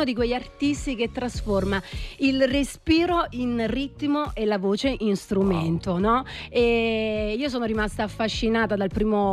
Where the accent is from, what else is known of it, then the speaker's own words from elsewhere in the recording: Naples, Campania, Italy; io sono scaramantica da buon napoletana